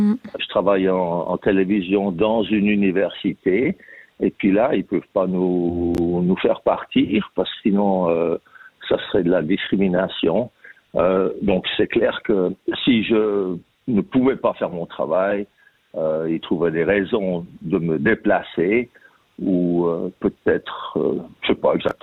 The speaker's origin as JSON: {"language": "French", "town": "Crissier", "region": "Vaud", "country": "Switzerland", "tie": "born or raised there", "moved": "as an adult", "lives_now": "Australia", "said": "Mais, ouais, j'ai grandi à Lausanne, à Crissier. Et puis, je suis venu ici en Australie après avoir fait un tour du monde. Et puis, qu'on a décidé avec ma femme de venir nous établir en Australie."}